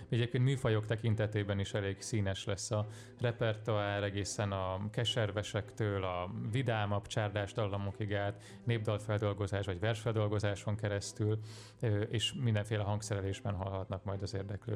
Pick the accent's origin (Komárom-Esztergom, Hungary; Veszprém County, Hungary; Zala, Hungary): Zala, Hungary; moved away; én magam is egy zalai kisfaluból származom